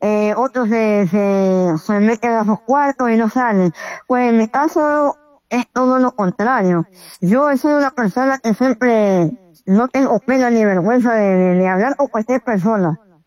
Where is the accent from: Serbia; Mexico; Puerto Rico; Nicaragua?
Nicaragua; soy originario de Nicaragua y pues